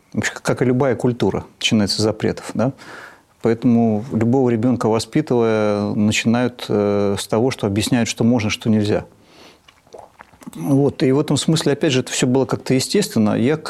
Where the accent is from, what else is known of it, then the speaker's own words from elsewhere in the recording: Tula Oblast, Russia; also born or lived in Siberia; Ну, я жил в разных местах. Родился в Сибири, но я этого как бы особенно не помню. А детство мое прошло в Тульской области. вот, на одной железнодорожной станции, где мой отец был врачом